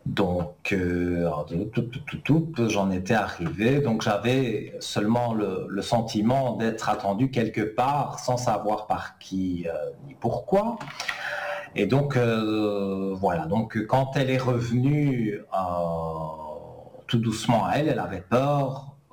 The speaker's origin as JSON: {"language": "French", "country": "Italy", "said": "moi je suis pur italien aussi."}